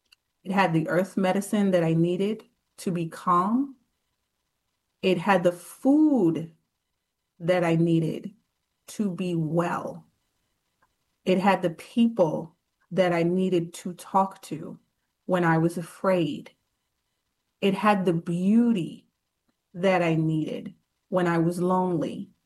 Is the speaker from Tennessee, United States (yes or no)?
no; New York City, New York, United States; I am born and raised in New York City, and I'm often disheartened when people refer to my city as a concrete jungle.